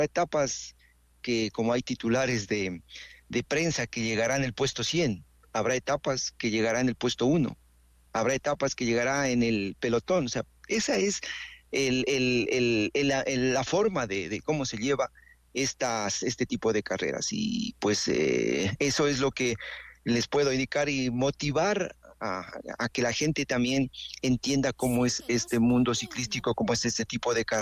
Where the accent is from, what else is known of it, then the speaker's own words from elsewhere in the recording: Ecuador; sin necesidad de ser triunfalistas como lamentablemente somos los aficionados ecuatorianos.